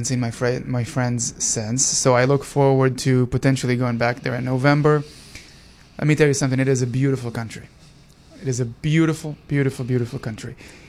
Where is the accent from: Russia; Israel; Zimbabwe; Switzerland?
Israel; now in United States; But it is an honor to be an Israeli-American, right? Share my love for both countries. I'm an Israeli. I'm an American.